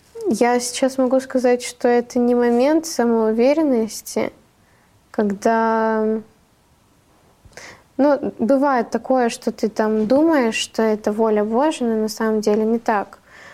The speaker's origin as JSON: {"language": "Russian", "town": "Gelendzhik", "region": "Krasnodar Krai", "country": "Russia", "tie": "born or raised there", "also_born_or_lived": "Arkhyz, Russia", "said": "это Геленджик, мой родной город. А вторая мой клип, второй мой клип … это Карачаево-Черкесия, Архыз как раз-таки. Мое родное местечко, мое любимое место, душа моя, да."}